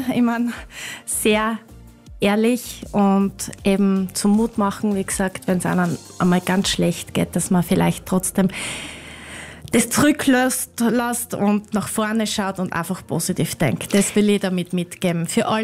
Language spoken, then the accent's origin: German; Semriach, Styria, Austria; Ich komme aus Semriach. Das ist 30 Kilometer nördlich von Graz.